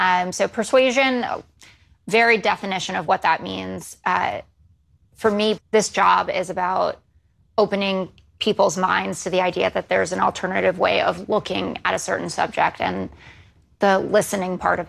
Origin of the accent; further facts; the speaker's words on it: New York City, New York, United States; I grew up in New York City, very liberal fa